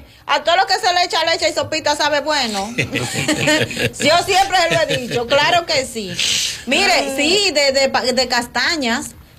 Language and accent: Spanish; Dominican Republic; nosotros como dominicanos